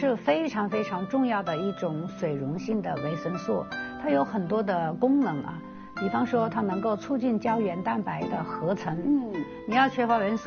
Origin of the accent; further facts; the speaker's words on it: southern China, China; 我在非常炎热的南方长大，